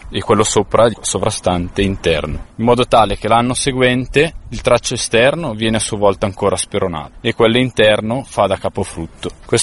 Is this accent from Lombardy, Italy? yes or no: yes; Bergamo, Lombardy, Italy; moved away as an adult; now in Valtellina, Italy; Sono bergamasco, dopo gli studi e aver fatto un po' di esperienza in giro, la possibilità casualmente di venire a lavorare qui in Valtellina come operaio di campagna.